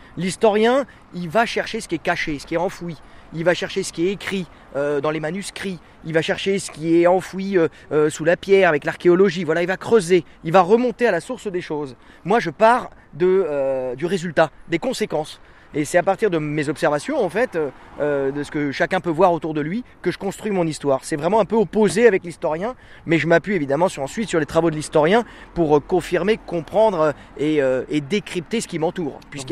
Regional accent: western France, France; moved away; Moi j'ai grandi dans l'Ouest, donc j'étais un peu plus loin que les Messins.

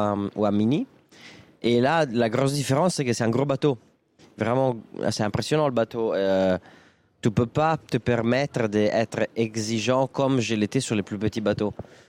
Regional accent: Milan, Lombardy, Italy; French is a second language; moi je viens pas du tout d'un milieu voileux, je suis de Milan, il y a pas de mer

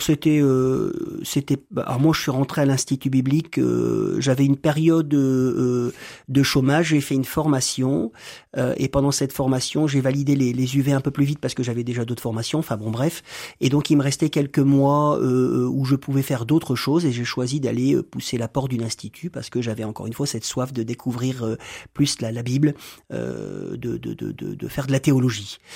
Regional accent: Roubaix, Hauts-de-France, France; born there; Je suis né à Roubaix.

